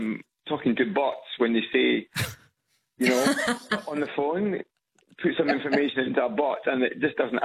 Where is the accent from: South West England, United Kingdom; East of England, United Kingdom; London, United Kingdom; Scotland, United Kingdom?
Scotland, United Kingdom; Edinburgh; I'm from Edinburgh. East.